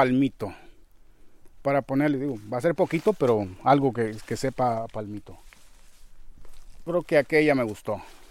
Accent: Guerrero, Mexico; Entonces nos vinimos al estado de Guerrero y pues eso hace ya un ratillo, hace ya 40 y tantos años, 43 años precisos, y ya, nos quedamos aquí. Está la fecha, ¿no? Yo básicamente aquí crecí.

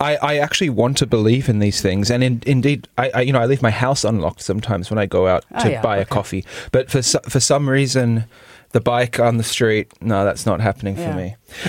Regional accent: Australia; moved away; I come from Australia

